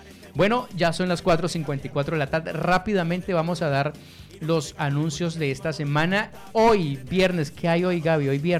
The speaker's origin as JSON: {"language": "Spanish", "town": "Cúcuta", "region": "Norte de Santander", "country": "Colombia"}